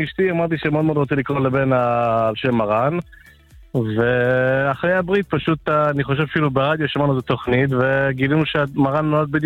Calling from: Kiryat Malakhi, Southern District, Israel; אנחנו מקריית מלאכי, דרומה.

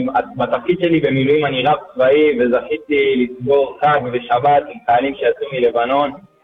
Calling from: Yad Binyamin, Central District, Israel; אני מיד בנימין, ליד גדרה, קריית מלאכי.

